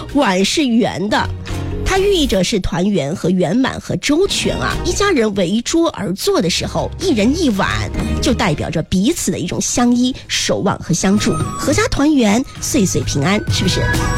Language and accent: Chinese; China